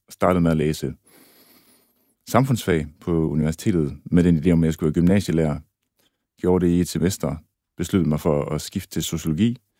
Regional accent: Aalborg, North Denmark Region, Denmark; jeg er 39 år gammel nu. Født og opvokset og stadig aalborgenser. Født ind i en helt klassisk parcelhusfamilie i en parcelhusjungle. 10 minutters kørsel uden for Aalborg, hvor jeg er vokset op med min storebror

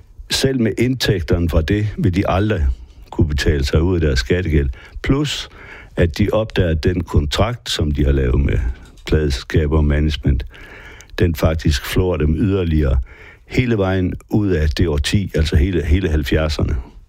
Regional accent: Frederikshavn, North Denmark Region, Denmark; som hænger sammen med Sydbyen Frederikshavn, hvor jeg voksede op.

